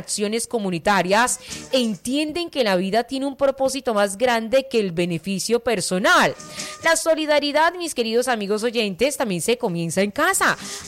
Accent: Colombia

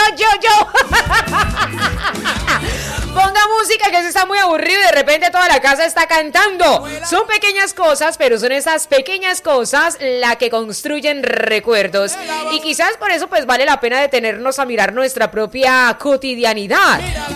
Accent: Colombia; Mi familia somos muy colombianos porque la abuela es la que manda en la casa, la abuelita, ¿no?

